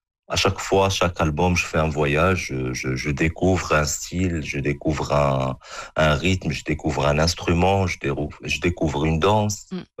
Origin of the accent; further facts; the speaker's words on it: Morocco; Alors, moi, je suis un Marocain. Et mon point fort, c'est ma culture.